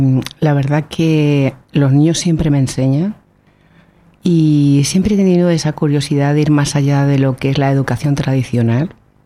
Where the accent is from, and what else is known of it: Valencia, Valencian Community, Spain; now in Canary Islands, Spain